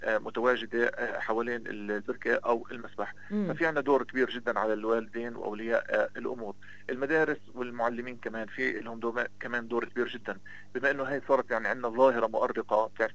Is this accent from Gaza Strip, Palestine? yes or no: no; Hebron, West Bank, Palestine; عندنا في الخليل